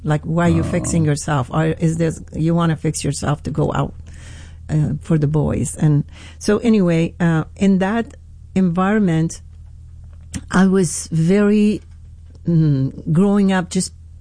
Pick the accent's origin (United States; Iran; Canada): Iran; born or raised there; moved away as an adult